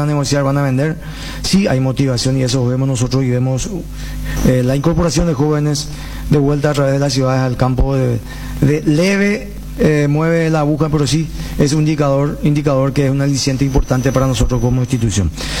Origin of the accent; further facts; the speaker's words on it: Paraguay; todos nosotros como paraguayos